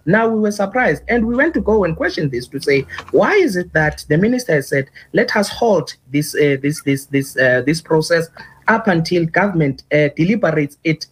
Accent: South Africa; as a South African and as a citizen of this country.

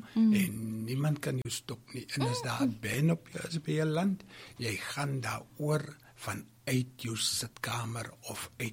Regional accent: Mossel Bay, Western Cape, South Africa; ek is gebore hier in Mosselbaai, ek het groot geword, tot op matriek en toe het ek weggegaan vir opleiding

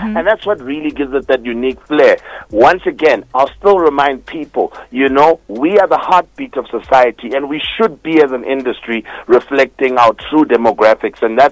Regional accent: South Africa; we come from a really sensitive history of South Africa

